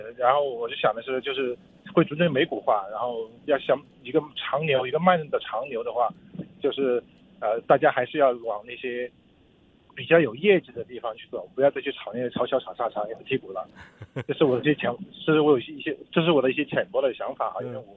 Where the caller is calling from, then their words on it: Chongqing, China; 我是重庆人，重庆，我在重庆